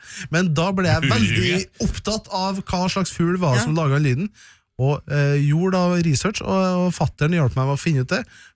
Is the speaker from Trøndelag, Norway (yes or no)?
yes; Trøndelag, Norway; moved away; Jeg var jo hjemme i Trøndelag for et par helger siden.